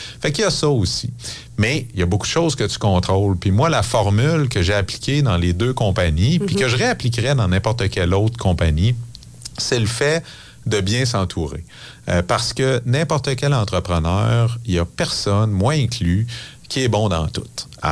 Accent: Canada; born there; first language French; Moi, je suis né au Canada, blanc, francophone, un père médecin

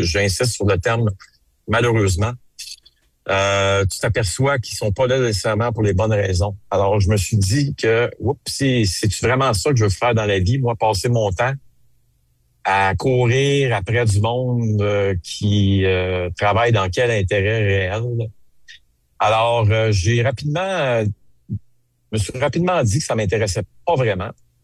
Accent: Quebec, Canada; moved away as an adult; l'Outaouais, c'est ma région natale.

